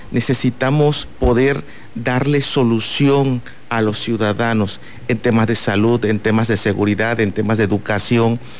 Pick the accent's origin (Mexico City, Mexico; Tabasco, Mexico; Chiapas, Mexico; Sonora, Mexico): Tabasco, Mexico; Nosotros todos somos mexicanos, todos somos tabasqueños.